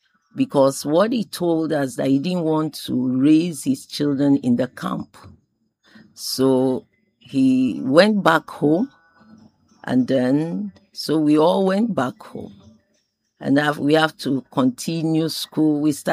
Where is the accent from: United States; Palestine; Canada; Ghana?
Ghana; Agbozume, Volta; also born or lived in Accra; My parents were Airways. We are from Agbozume.